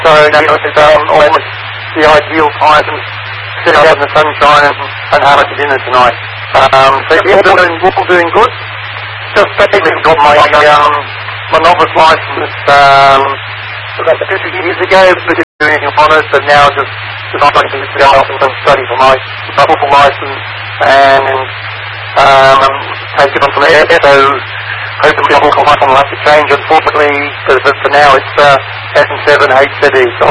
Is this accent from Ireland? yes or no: no; Australia; If you live in Australia, I mean, I grew up in Australia, but I go by my old name.